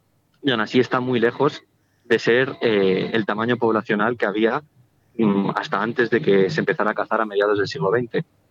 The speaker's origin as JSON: {"language": "Spanish", "town": "Guadarrama", "region": "Community of Madrid", "country": "Spain", "said": "yo soy de Guadarrama, entonces soy compañero de la sierra y como bien sabéis, la sierra se encuentra conectada a Madrid mediante el transporte público, entonces estoy ahora volviendo en autobús a Guadarrama"}